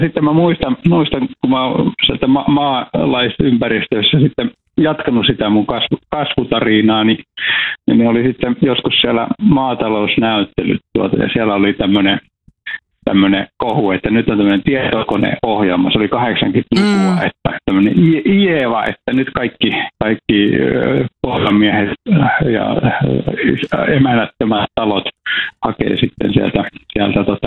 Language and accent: Finnish; Iisalmi, North Savo, Finland; born or raised there